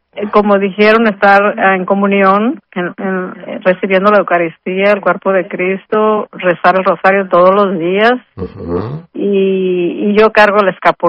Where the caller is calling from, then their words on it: Chico, California, United States; Yo vivo en Chico, soy una señor de la tercera edad, ya estoy retirada.